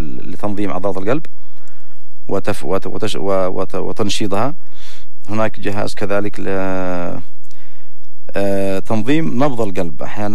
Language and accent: Arabic; Yemen; عندنا في اليمن